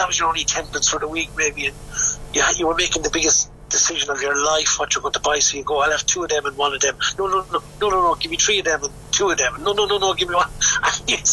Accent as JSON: {"language": "English", "town": "Thurles", "region": "Munster", "country": "Ireland", "tie": "born or raised there", "also_born_or_lived": "County Limerick", "said": "I'm from Tipperary and John's from County Limerick. And we both wrote about things. I grew up in Thurles, County Tipperary."}